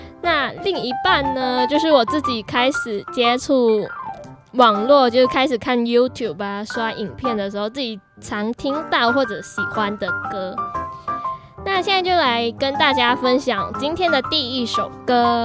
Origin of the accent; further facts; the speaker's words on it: Penang, Malaysia; 原来我跟他同样是都来是来自槟城，我们都是槟城人，槟城人。